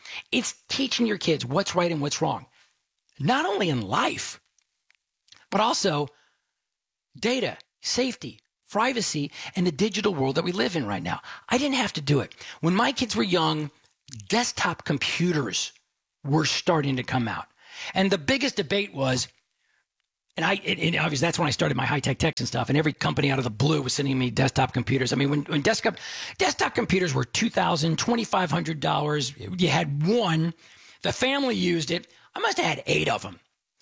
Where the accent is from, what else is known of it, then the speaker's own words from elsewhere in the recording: Dallas, Texas, United States; And I remember, again, growing up in Dallas, and Houston didn't have 7-Elevens, maybe at least not back in the day.